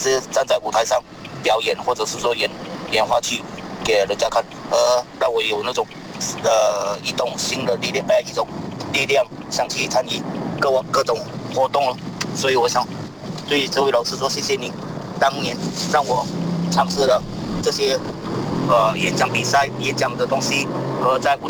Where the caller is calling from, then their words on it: Johor, Malaysia; 我是来自罗佛州的